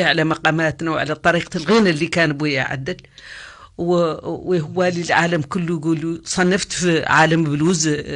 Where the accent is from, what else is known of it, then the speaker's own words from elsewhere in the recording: Mauritania; نحن هون موريتاني